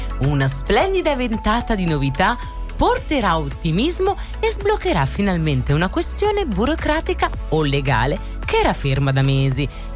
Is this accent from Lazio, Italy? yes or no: yes; Rome, Lazio, Italy; Sono romana, ogni tanto quella è Z.